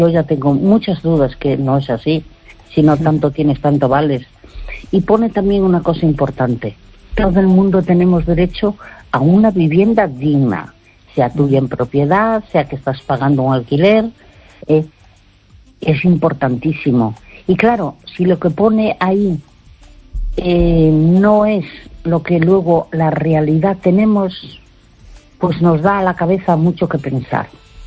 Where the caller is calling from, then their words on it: Uruguay; de Uruguay